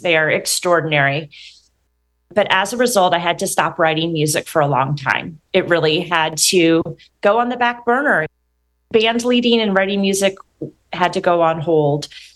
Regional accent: St. Louis, Missouri, United States; moved away; my family actually moved to my hometown of St. Louis, Missouri, and we lived near the grandparents.

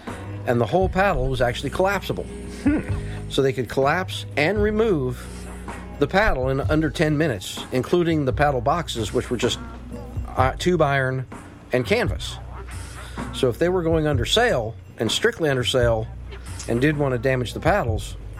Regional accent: California, United States; also born or lived in Alaska; I mean, I was born and raised in California, did 10 years in Alaska, and when I first came to Georgia, it was like, this is where I belong.

